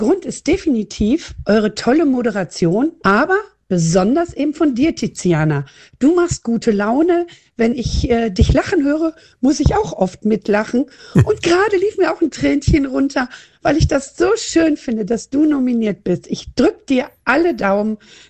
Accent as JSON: {"language": "German", "region": "North Rhine-Westphalia", "country": "Germany", "said": "Wir sind aus NRW hier nach Niedersachsen gezogen"}